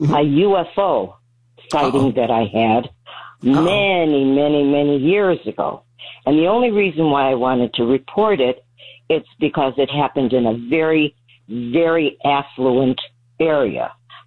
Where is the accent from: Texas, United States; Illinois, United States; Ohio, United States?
Ohio, United States; Shaker Heights